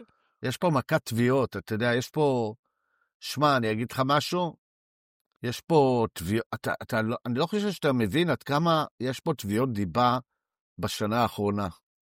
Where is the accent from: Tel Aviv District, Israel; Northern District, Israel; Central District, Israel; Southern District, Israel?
Tel Aviv District, Israel; Herzliya; אני גדלתי בהרצליה, איפה לא שכן, אבל בוא נגיד גר לידו, ליד הנשיא